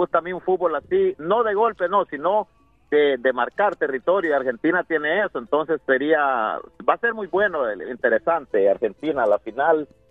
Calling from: El Salvador; Del Salvador.

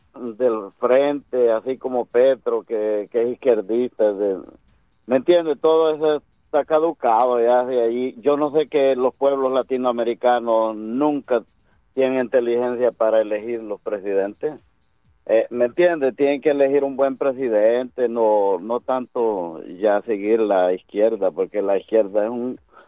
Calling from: El Salvador; yo soy un salvadoreño.

